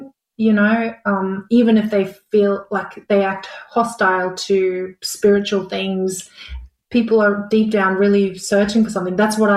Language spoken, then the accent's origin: English; Brisbane, Queensland, Australia; So I grew up in Brisbane going to a Korean church, and that's where I guess I started my singing at church in a Korean church.